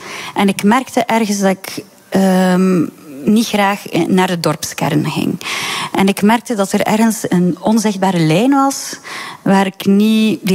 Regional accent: Ingooigem, Flanders, Belgium; En het Lijsternest staat in Gooichem, het dorp waar ik ben opgegroeid.

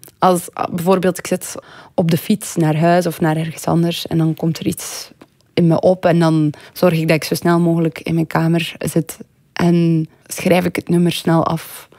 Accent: Hansbeke, Flanders, Belgium; Wij zijn opgegroeid in Hansbeke, dat is een dorp niet zo ver van Gent.

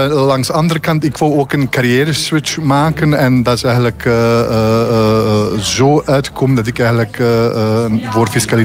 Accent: Bosnia & Herzegovina; Dutch is a second language; moved away as an adult; now in Belgium; Het is een verhaal die eigenlijk 12 jaar geleden begonnen is. Ik ben vanuit Bosnië naar België gekomen, hier door de liefde. Nadien heb ik hier gestudeerd

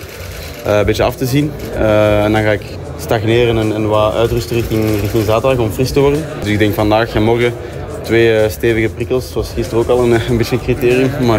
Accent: Aalst, Flanders, Belgium; born there; Ja, kijk er wel echt naar uit om hier in mijn geboortestad nog eens te kunnen koersen, want dat is toch al ondertussen 7 jaar geleden, dus lang geleden.

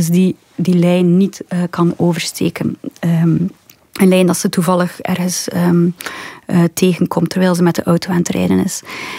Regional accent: Ingooigem, Flanders, Belgium; born there; De plaats waar Stijn Streuvels gewoond heeft. En dat is ook mijn geboortedorp eigenlijk in Gooichem.

